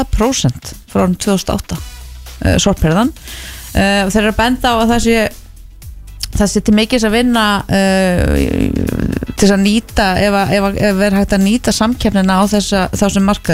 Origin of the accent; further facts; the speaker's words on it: Kópavogur, Capital Region, Iceland; við erum Kópavogsbúar